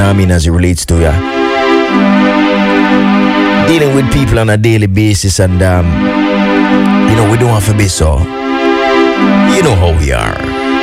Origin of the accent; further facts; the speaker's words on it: Jamaica; as a Jamaican